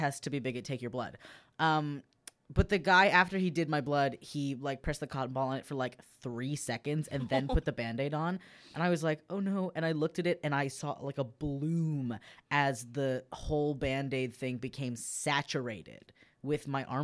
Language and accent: English; Canada; Because what else are you doing? I'm Canadian.